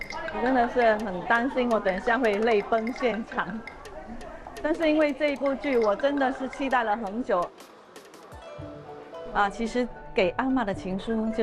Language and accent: Chinese; Guangdong, China; 我们潮汕人有一句平安邓大堂